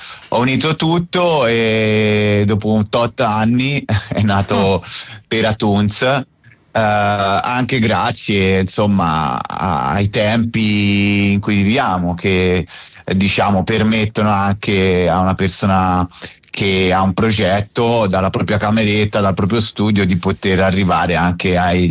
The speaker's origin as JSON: {"language": "Italian", "region": "Tuscany", "country": "Italy", "said": "cioè io chiamo babbo, sono toscano, papà."}